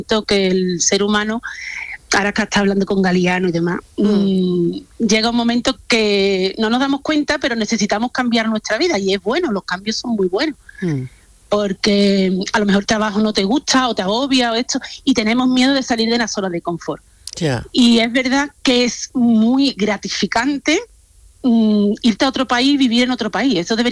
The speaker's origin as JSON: {"language": "Spanish", "town": "Seville", "region": "Andalusia", "country": "Spain", "moved": "yes", "lives_now": "Germany", "said": "Yo soy de Sevilla."}